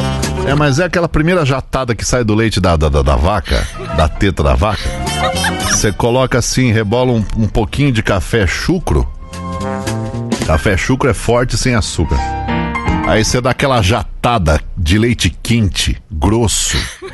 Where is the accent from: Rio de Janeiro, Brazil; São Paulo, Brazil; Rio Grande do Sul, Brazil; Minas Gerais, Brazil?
São Paulo, Brazil; Imagina, eu morava em São Paulo, crescendo em São Paulo.